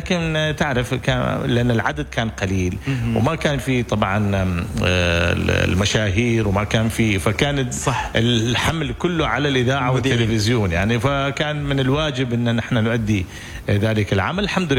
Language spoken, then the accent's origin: Arabic; Muscat, Muscat Governorate, Oman; الجو يكون حار عندنا في مسقط